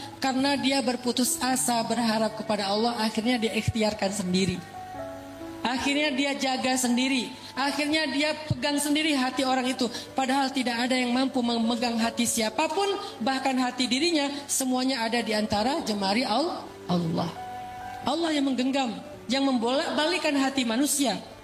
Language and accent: Indonesian; Aceh, Indonesia; now in West Java, Indonesia; sekarang alhamdulillah saya udah lama di Jawa Barat, di Sunda. Jadi orang pikir saya orang Bandung, aslinya Aceh.